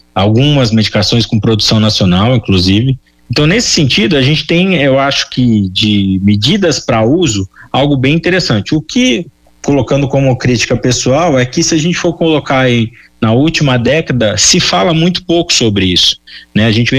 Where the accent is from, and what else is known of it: Brazil